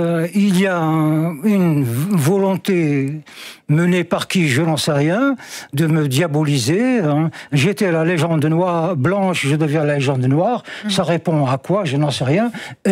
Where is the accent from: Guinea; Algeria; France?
Algeria; moved away; Je m'exprimais chez moi, en Algérie, sur des problèmes algériens. Point.